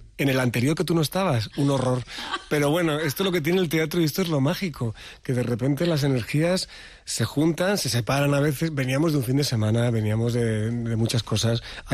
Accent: Montilla, Andalusia, Spain; A mi pueblo, a Montilla, el estreno, quieres decir, ¿no?

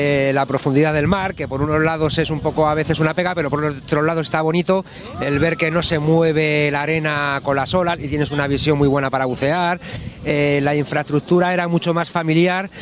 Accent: Leganés, Community of Madrid, Spain; los que venimos de Leganés, unas cuantas familias colonizamos Salobreña, nos juntamos todos los veranos

